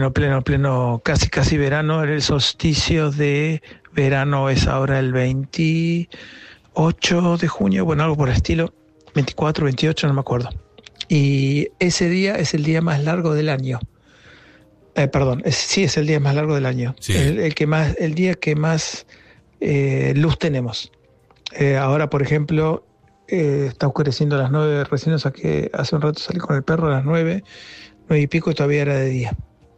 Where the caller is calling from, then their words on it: Montreal, Quebec, Canada; Desde Montreal.